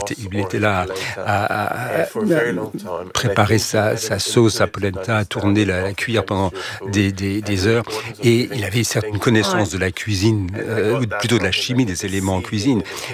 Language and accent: French; Jerusalem, Jerusalem District, Israel; Parce que j'ai grandi à Jérusalem et chaque culture avait sa propre tradition, sa propre recette de kefta, de boulettes.